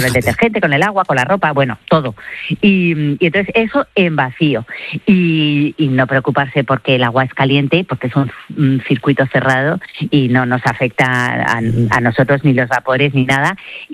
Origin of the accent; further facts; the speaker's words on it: Spain